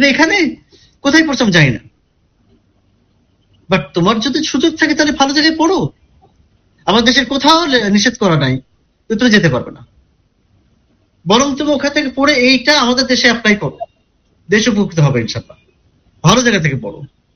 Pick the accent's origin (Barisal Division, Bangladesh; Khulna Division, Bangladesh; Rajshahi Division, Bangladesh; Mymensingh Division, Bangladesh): Khulna Division, Bangladesh; Kushtia; আমার ঠিকানা, আমার পরিচয়, আমার পূর্ব পরিচয়, যেটা আমার গ্রামের বাড়ি কুষ্টিয়ার ঠিকানা